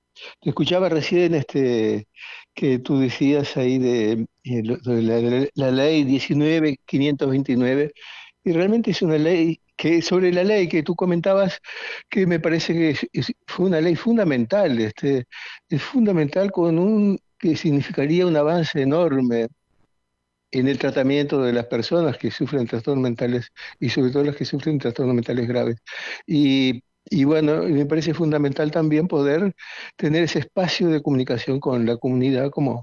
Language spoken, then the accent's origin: Spanish; Rivera, Uruguay; also born or lived in San José; now in Montevideo, Uruguay; Yo soy del interior, soy de Rivera. En realidad trabajé muchos años en San José y entonces siempre el interior está todo entre mis afectos, a pesar de que vivo en Montevideo